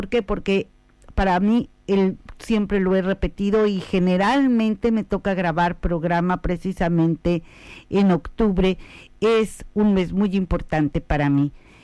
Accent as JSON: {"language": "Spanish", "country": "Mexico", "said": "soy mexicana, es honrar."}